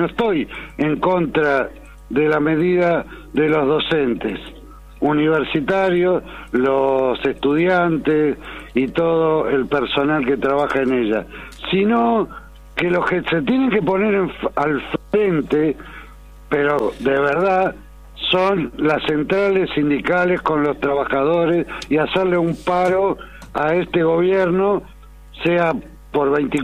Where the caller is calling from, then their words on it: Córdoba, Argentina; como cordobés